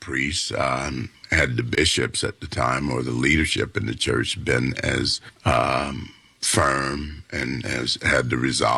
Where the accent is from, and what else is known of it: Savannah, Georgia, United States; born or raised there